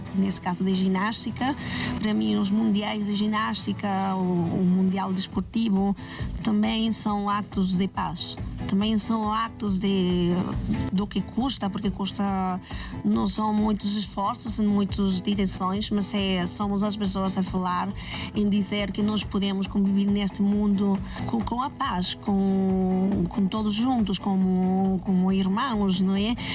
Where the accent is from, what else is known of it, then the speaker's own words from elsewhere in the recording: Mexico; Portuguese is a second language; now in Portugal; o meu México está no coração e o Portugal na minha terra, mas é, também é o meu coração, mas é a minha terra também agora, é a minha casa